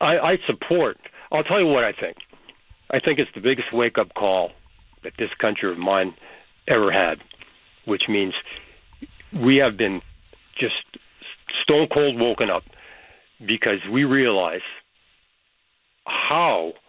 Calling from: Canada; I, for one, as a Canadian

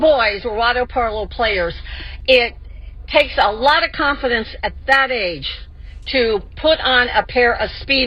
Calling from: San Diego, California, United States; in San Diego.

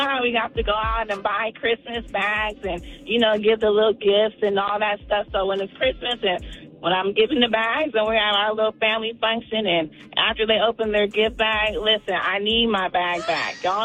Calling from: Pasadena, California, United States; I'm calling from Pasadena

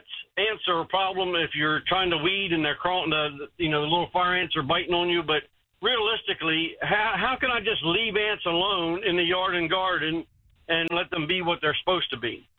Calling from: Adkins, Texas, United States; I'm calling from Adkins.

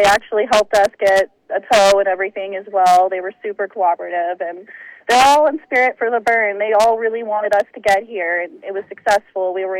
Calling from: Seattle, Washington, United States; we're from Seattle, by the way, and we drove all the way here

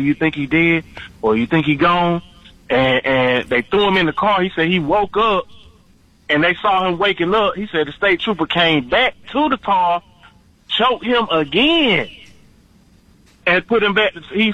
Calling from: Kinston, North Carolina, United States; here in Kinston, North Carolina

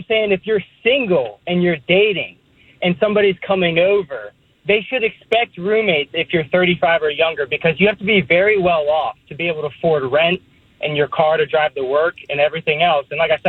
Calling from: Edgewater, Maryland, United States; I'm from Edgewater, Maryland.

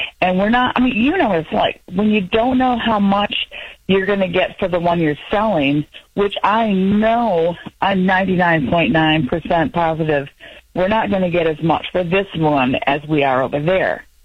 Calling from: Saginaw, Michigan, United States; Our daughter's in Grand Rapids. We're in Saginaw. I mean, we're like 2.5 hours away

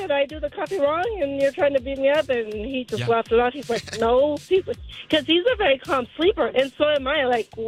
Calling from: Calimesa, California, United States; I'm not in Calabasas. I'm in Calamesa.

